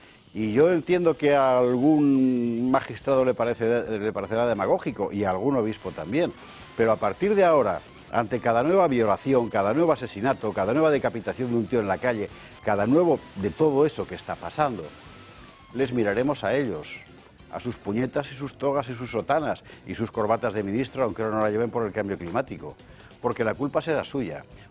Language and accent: Spanish; Spain